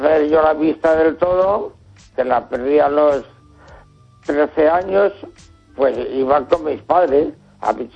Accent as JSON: {"language": "Spanish", "town": "Neda", "region": "Galicia", "country": "Spain", "tie": "born or raised there", "also_born_or_lived": "Ferrol", "moved": "yes", "said": "Porque hemos vivido en Neda, donde nací, en la Vuelta del Pilón."}